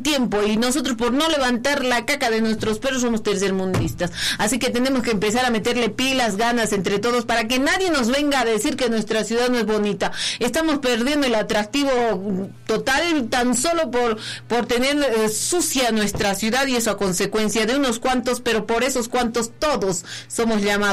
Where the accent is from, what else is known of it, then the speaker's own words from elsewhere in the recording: Potosí, Bolivia; ¿qué somos los potosinos?